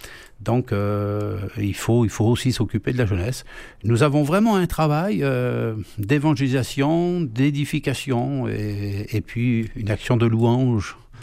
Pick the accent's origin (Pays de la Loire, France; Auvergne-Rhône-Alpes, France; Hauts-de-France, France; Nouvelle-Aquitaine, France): Hauts-de-France, France; Laon; moved away; je suis arrivé dans cette ville pour visiter ma famille, parce que je suis originaire de Laon.